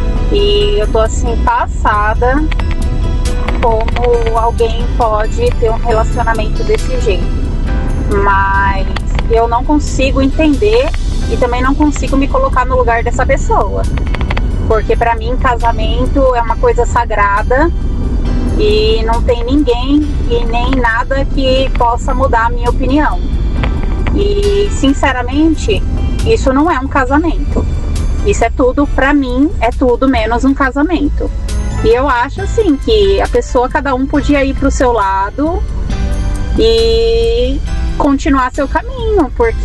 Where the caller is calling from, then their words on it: São Paulo, Brazil; Sou da cidade de São Paulo, motorista de aplicativo.